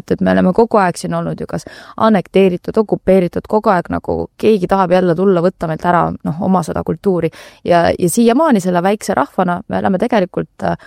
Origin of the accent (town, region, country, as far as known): Tallinn, Harju County, Estonia; born or raised there